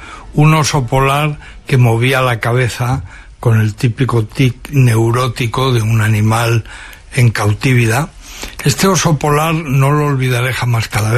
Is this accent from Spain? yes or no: yes; Madrid, Community of Madrid, Spain; Claro, yo lo vi como muchos madrileños lo vieron, ¿no?